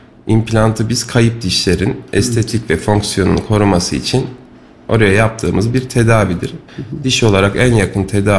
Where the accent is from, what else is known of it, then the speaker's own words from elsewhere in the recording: Kayseri, Turkey; also born or lived in Istanbul; Ben Kayseri doğumluyum.